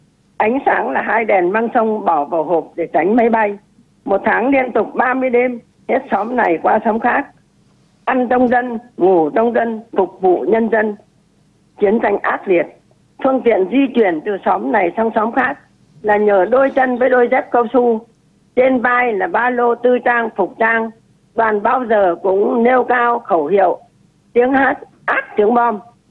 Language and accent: Vietnamese; Thái Hòa, Nghệ An, Vietnam; Quê tôi ở Bình Lục, Hà Nam. Bố mẹ tôi vào sinh sống ở Thái Hòa, Nghệ Đàn, Nghệ An. Tôi được sinh ra và lớn lên trên đất Nghệ.